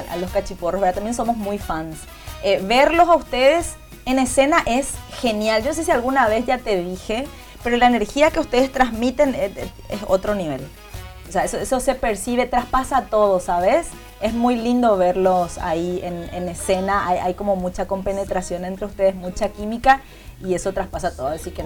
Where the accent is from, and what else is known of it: Paraguay